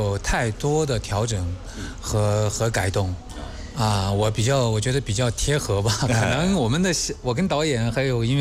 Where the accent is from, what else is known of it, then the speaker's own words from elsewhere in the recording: Guizhou, China; 我是作为一个贵州人哈、啊，能够去演唱，作为一个贵州的土生土长的一个歌手，能去演唱自己发生在自己家乡土地上的这种红色题材的这种歌曲